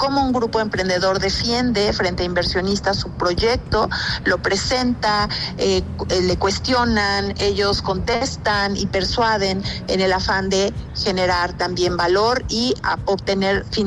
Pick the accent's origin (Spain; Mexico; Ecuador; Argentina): Mexico